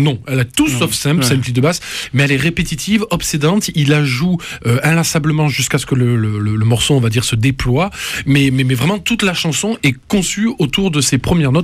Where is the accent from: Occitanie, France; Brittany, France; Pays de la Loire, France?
Occitanie, France; Toulouse; Oui, on est Toulousain. Hein, qu'est-ce que tu veux? On va pas se lamenter.